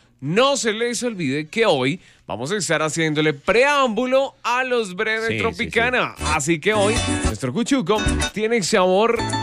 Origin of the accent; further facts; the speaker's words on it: Boyacá, Colombia; also born or lived in Bogotá; no hay que olvidarnos de nuestro propio folclor boyacense